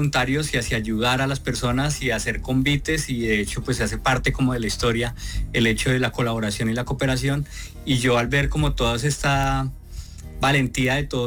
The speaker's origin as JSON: {"language": "Spanish", "town": "Pereira", "region": "Risaralda", "country": "Colombia", "tie": "born or raised there", "also_born_or_lived": "Bogotá", "said": "yo desde que llegué acá me crié siempre en el centro, toda la familia de mi mamá ha sido del centro, y yo estoy viviendo en Dos Quebradas"}